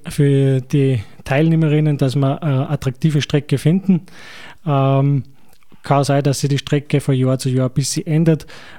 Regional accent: Scheibbs, Lower Austria, Austria; born there; Ja, meine Wurzeln habe ich eigentlich in Niederösterreich. Da bin ich geboren, in Scheibs. Mich hat es eigentlich dann nach Gäusern über die Schule verschlagen.

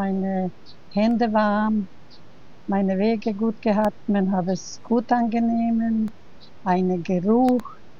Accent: Bosnia & Herzegovina; German is a second language; now in Germany; ich komme aus Bosnien-Herzegowina

